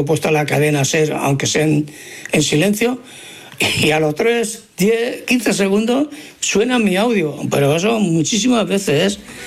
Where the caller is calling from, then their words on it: Barcelona, Catalonia, Spain; Hola, fareros … de Barcelona.